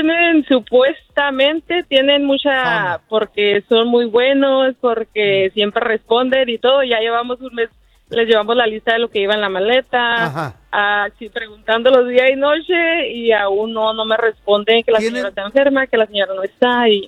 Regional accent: Mexico; Pues, lo típico que venimos de México, no traen todo nuevo y así.

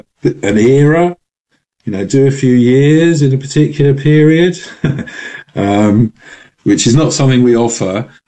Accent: London, United Kingdom; as a Londoner, you know, I'm fascinated by, at that point, the biggest city in Europe

